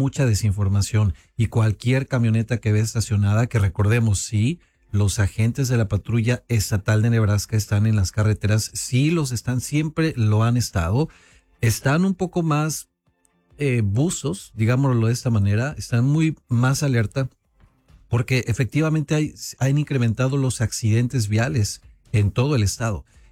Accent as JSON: {"language": "Spanish", "country": "Mexico", "moved": "yes", "lives_now": "Omaha, United States", "said": "si yo como mexicano"}